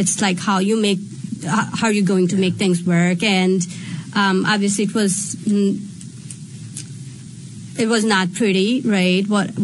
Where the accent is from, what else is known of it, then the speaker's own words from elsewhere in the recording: Pakistan; moved away as an adult; now in United States; I grew up in Islamic Republic on Pakistan.